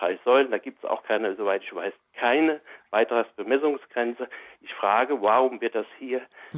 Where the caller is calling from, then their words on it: Taunusstein, Hesse, Germany; Ja, hallo Frau Krüger, ich bin aus Taunusstein.